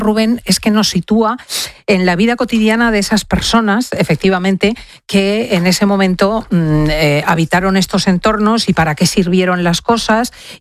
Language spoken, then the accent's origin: Spanish; Spain; Porque, como los españoles sabemos así, estamos siempre a vueltas.